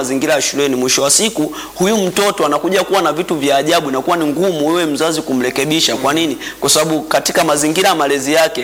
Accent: Morogoro, Tanzania; natokea mkoani Morogoro.

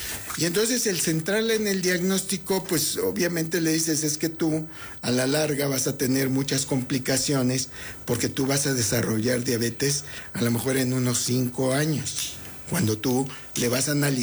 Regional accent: Mexico; pues nosotros comemos tortillas porque somos mexicanos.

